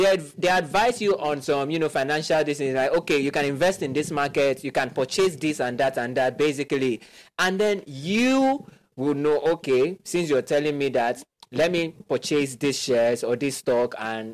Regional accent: Nigeria

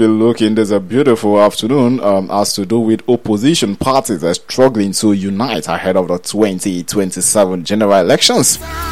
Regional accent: Nigeria; And as a Nigerian today, you get to ask yourself questions like, you know, which of these, you know, has been made affordable for, you know, an average Nigerian?

